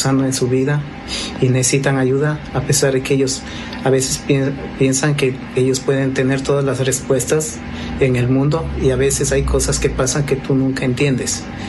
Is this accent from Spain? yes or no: no; Cuenca, Azuay, Ecuador; Yo soy del Ecuador.